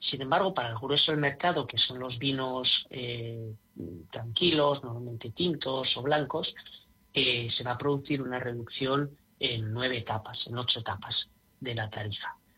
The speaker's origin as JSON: {"language": "Spanish", "country": "Spain", "said": "no lo digo porque soy español"}